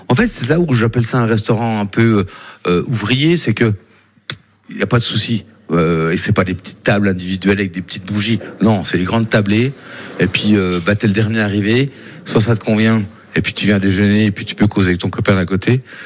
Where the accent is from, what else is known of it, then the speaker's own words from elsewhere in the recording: Bourgogne-Franche-Comté, France; Un bon comté, parce que je suis jurassien.